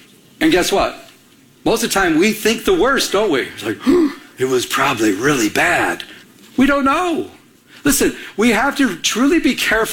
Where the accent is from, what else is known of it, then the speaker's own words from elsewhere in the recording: Michigan, United States; I'm from Michigan.